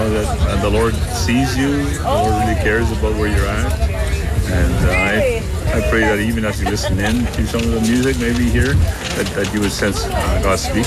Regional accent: Niverville, Manitoba, Canada; We're from Niverville. We live in Niverville.

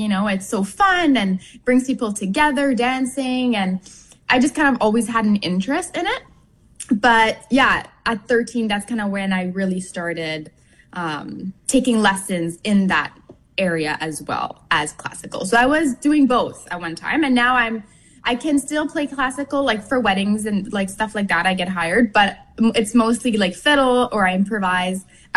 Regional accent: Manitoba, Canada; I mean, I'm French Canadian, so in our roots and in my blood, there's like the fiddle, like the trad French music. And I think just growing up going to Festival du Voyageur, which is the French trad festival

